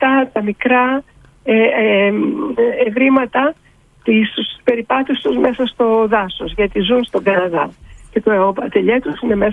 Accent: Greece

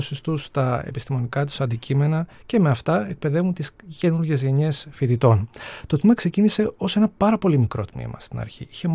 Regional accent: Athens, Attica, Greece; moved away as an adult; τότε που ήρθα από την Αθήνα στη Θεσσαλονίκη, έτσι για πρώτη φορά και καταστάθηκα

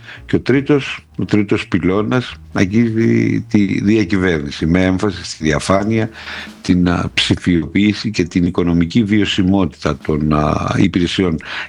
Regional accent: Arta, Epirus, Greece; η πατρίδα μου, η μικρή μου πατρίδα, η Άρτα.

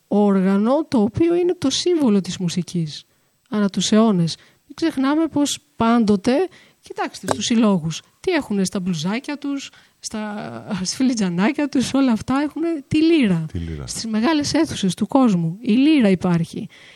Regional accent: Eastern Macedonia and Thrace, Greece; Είμαι θρακιώτισσα, πιστεύω στη Θράκη

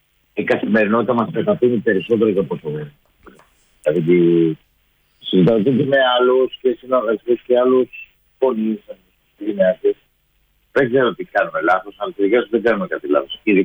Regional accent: Argos, Peloponnese, Greece; Αλλά το χωριό που έχουν γίνει τα γυρίσματα είναι η Καριά Αργολίδος και από εκεί κατάγομαι. Εγώ μεγάλωσα στο Άργος

